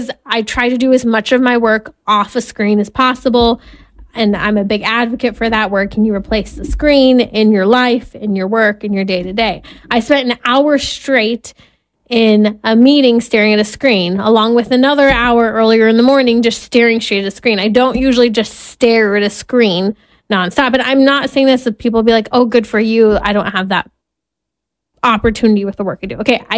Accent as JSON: {"language": "English", "region": "California", "country": "United States", "said": "Because I love my home state of California."}